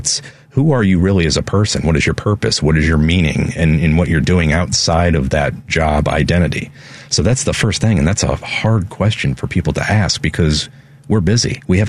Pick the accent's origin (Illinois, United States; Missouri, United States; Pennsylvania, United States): Missouri, United States; St. Louis; St. Louis.